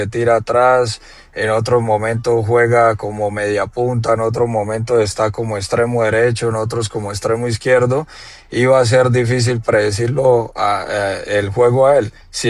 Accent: Colombia; para nosotros como colombianos

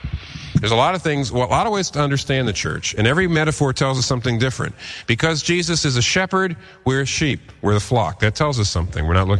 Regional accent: Pennsylvania, United States

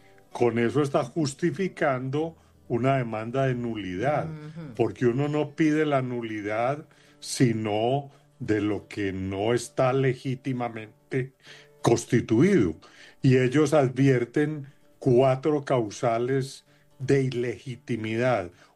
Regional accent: Colombia; somos los colombianos

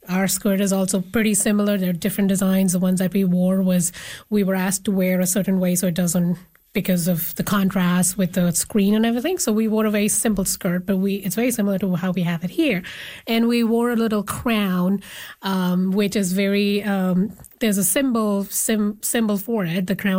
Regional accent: Manipur, India; now in Canada; I'm originally from India, but I am now officially also a Canadian citizen. So I'm Indo-Canadian is how I'll say it.

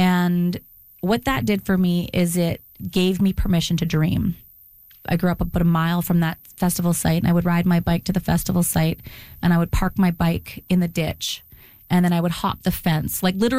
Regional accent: Dauphin, Manitoba, Canada; I grew up in Dauphin, like I said, where we only had one radio station. It was 730 CKDM.

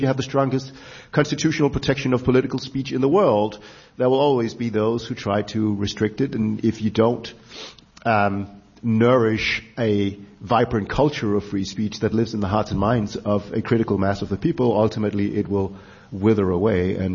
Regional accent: Copenhagen, Capital Region of Denmark, Denmark; I grew up, I was born and raised in Copenhagen, Denmark, which is a very secular liberal country.

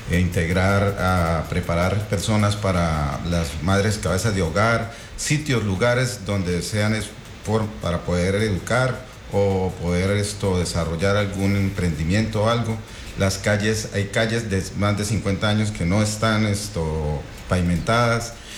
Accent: Cúcuta, Norte de Santander, Colombia; also born or lived in Durania; Yo soy nacido en Durania, pero criado en el barrio Rudecindo Soto. Toda mi vida he estado ahí. Cuando me casé me fui y volví en la pandemia

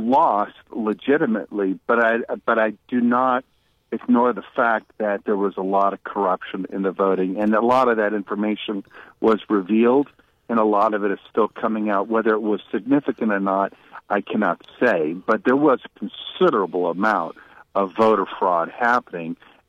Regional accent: California, United States; I'm from California.

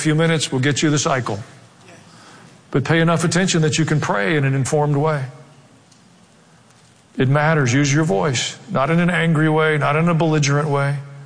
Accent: the South, United States; accent: southern; People can sit anywhere on the planet that they have access to a cell phone and hear me preach in my southern accent in their language.

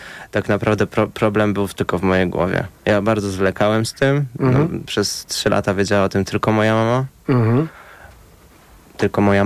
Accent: Kielce, Świętokrzyskie Voivodeship, Poland; Może w Kielcach. Może będzie reunion z moim rodzinnym miastem.

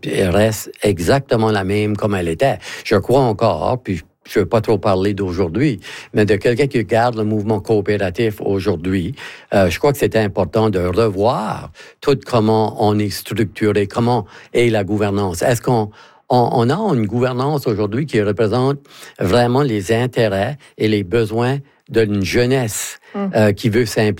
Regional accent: Acadia, Canada; Pas nécessairement, parce que Acadien, c'est tout le monde sait qu'on est Acadien, tout le monde sait que notre institution...

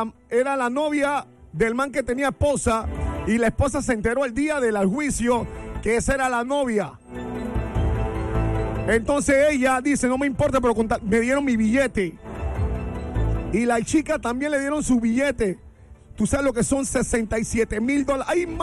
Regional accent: Panama; Yo soy un humilde panameño que trabajo todos los días.

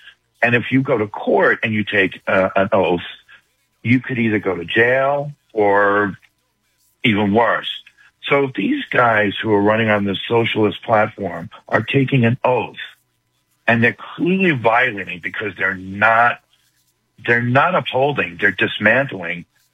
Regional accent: New York, United States; I am from New York, and I was going to say to Linda, don't ever lose that accent.

